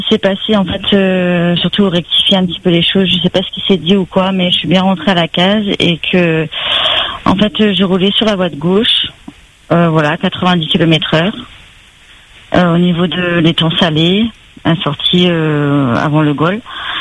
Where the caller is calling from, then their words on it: Saint-Gilles-les-Bains, Réunion; moi, je suis de Saint-Gilles.